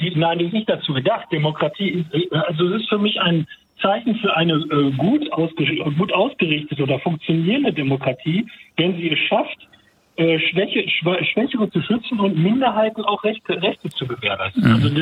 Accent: Gladbeck, North Rhine-Westphalia, Germany; Rats- und Kreisverkehrsmitglied in meiner Heimatstadt Gladbeck.

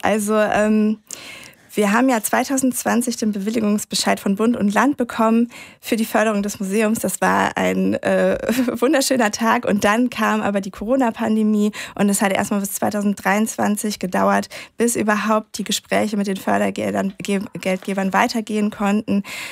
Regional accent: Cologne, North Rhine-Westphalia, Germany; born there; Also ich bin tatsächlich Kölnerin, ich bin in Köln geboren. Mein Vater kommt aus dem Tschad, der ist in den 70er Jahren nach Deutschland gekommen, weil er vor dem Bürgerkrieg dort geflohen ist.

